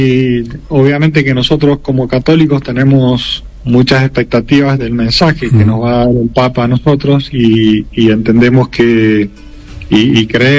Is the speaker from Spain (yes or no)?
no; Argentina